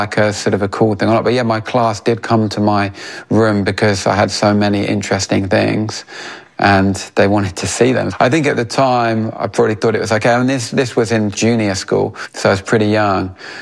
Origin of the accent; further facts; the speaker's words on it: London, United Kingdom; moved away as an adult; now in Cornwall, United Kingdom; I didn't grow up in Newquay. I've been coming to Cornwall since I was a small boy. But I'm a Londoner born and bred that now lives in Cornwall. I've lived here for the best part of 20 years.